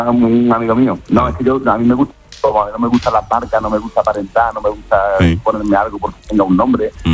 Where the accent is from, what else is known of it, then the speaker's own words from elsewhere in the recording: Matalascaña, Andalusia, Spain; Yo soy de Lapino, de Matalascaña.